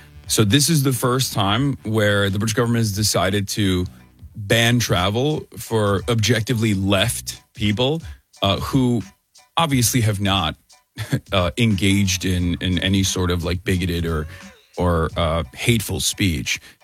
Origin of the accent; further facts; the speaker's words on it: Turkey; moved away as an adult; also born or lived in New Jersey, United States; now in United States; Well, not raised in New Jersey, but born in New Jersey, went back to Turkey, grew up in Turkey, and then came back for college.